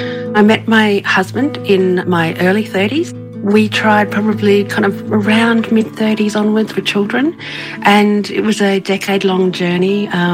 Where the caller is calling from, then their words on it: Brisbane, Queensland, Australia; I'm coming in from Brisbane in Australia